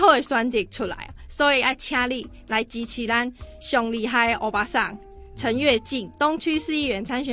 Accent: Chiayi, Chiayi City, Taiwan; 因为我就是在地生长的人，那我从小也是跟着这个城市长大

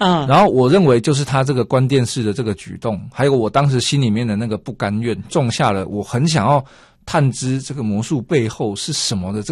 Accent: Taichung, Taiwan; moved away as an adult; 因为我是台中人，然后我就考上台北的大学，我就在台北念大学。

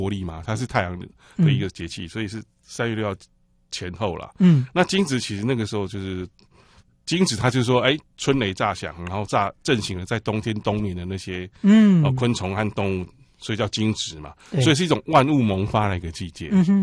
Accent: Taiwan; 那可是我们台湾人慢慢就这个变成它是一个氛围

